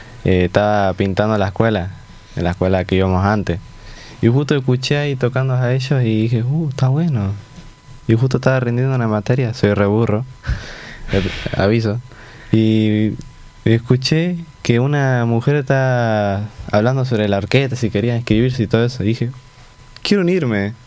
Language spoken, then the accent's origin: Spanish; Gregorio de Laferrere, Buenos Aires Province, Argentina; Sí, de La Fe.